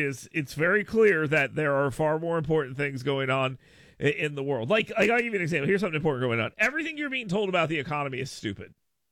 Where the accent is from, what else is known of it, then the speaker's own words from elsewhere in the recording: Florida, United States; moved away; I grew up in Florida, right?